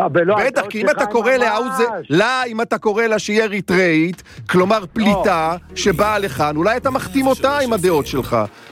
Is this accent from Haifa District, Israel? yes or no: yes; Haifa, Haifa District, Israel; born there; אני גם נולדתי בחיפה, סליחה, סלח לי.